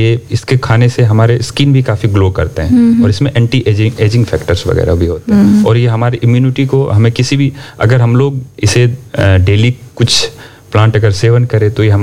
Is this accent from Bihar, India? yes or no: yes; Bihar, India; जैसे हमारे यहाँ बिहार में अगर हम लोग बात करें तो किशनगंज का एक जिला है अपना, हमारा किशनगंज जिला है